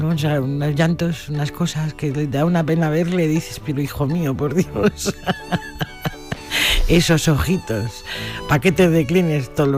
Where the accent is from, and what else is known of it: La Puebla de Montalbán, Castilla-La Mancha, Spain; born or raised there